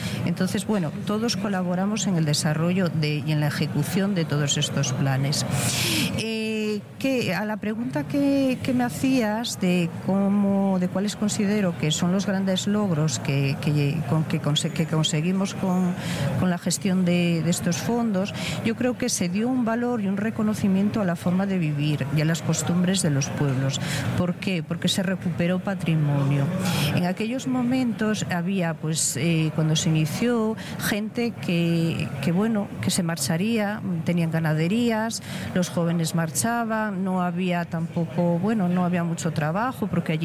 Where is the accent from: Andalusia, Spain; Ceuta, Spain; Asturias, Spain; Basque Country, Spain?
Asturias, Spain; Nosotros somos de Asturias